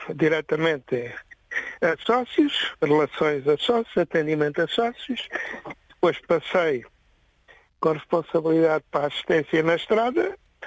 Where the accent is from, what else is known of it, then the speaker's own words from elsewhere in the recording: Vila Viçosa, Évora, Portugal; also born or lived in Borba; Nasci em Borba e fui criada em Vila Viçosa, duas digníssimas terras.